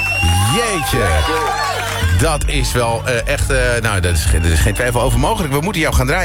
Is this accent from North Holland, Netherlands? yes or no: yes; Amsterdam, North Holland, Netherlands; born there; Ik ben Amsterdammer, hè, geboren tenminste. Inmiddels al een tijdje niet meer, hoor.